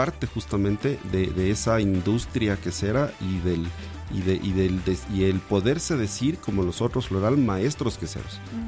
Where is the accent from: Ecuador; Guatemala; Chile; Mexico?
Ecuador; como ecuatorianos, es seguir apoyando a esta industria ecuatoriana